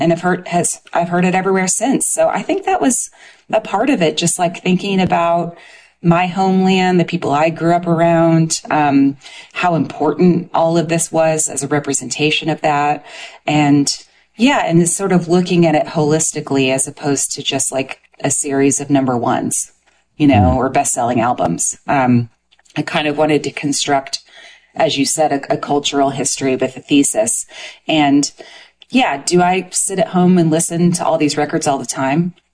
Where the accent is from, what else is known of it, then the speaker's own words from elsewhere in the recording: Indiana, United States; I'm from Southern Indiana.